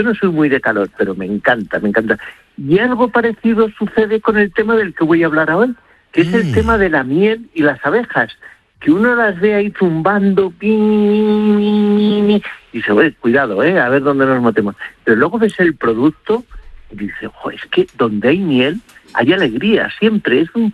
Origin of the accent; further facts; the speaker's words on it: Castile and León, Spain